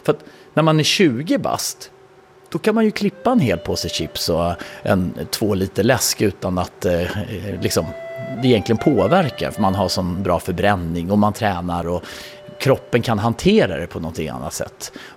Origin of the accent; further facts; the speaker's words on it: Karlshamn, Blekinge, Sweden; en liten bondgård utanför Karlshamn i Blekinge. Alltså, ett sånt där Astrid Lindgren-värld. Alltså jag växte upp som Emil i Lönneberga kan man säga.